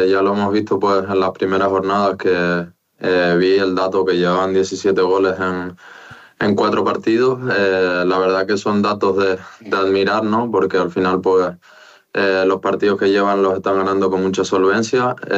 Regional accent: Spain

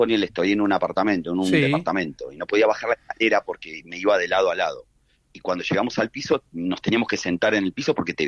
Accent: Buenos Aires, Argentina; moved away as an adult; now in Palmira, Colombia; Yo soy grande, Facu, yo tengo 52. Yo me acuerdo, lo único parecido que vivimos en Buenos Aires, yo soy de Buenos Aires

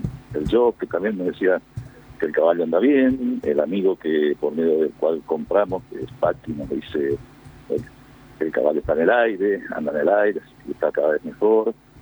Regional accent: Esquina, Corrientes, Argentina; nosotros llegamos de viaje porque yo soy del interior, de Esquina, Corriente. Venía con mi socio, mi señora y mi hijo. Vivimos ahí.

